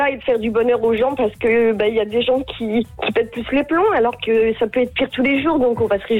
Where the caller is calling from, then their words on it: Auray, Brittany, France; J'habite à Auray, dans Morbihan